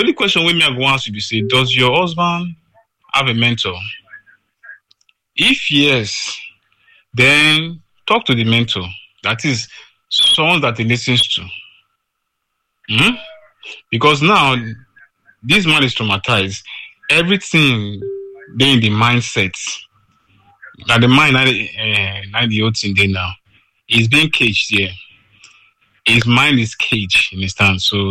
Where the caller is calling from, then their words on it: Ikorodu, Lagos, Nigeria; I'm here from Ikorodu.